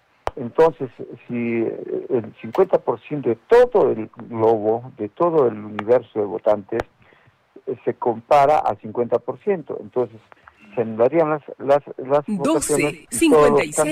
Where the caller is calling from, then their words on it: Peru; Somos peruanos y tenemos el derecho de elegir.